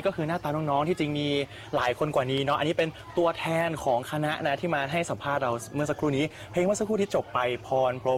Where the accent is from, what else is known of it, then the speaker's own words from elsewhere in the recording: Northern Thailand, Thailand; เสียงที่มันคุ้นหูเราคนเหนือจะคุ้นหูอยู่แล้วสะล้อซอซึงนะฮะ